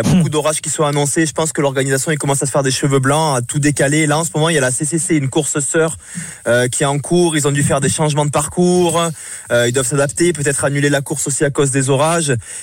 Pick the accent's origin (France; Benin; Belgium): France; Cavaillon, Provence-Alpes-Côte d'Azur; born or raised there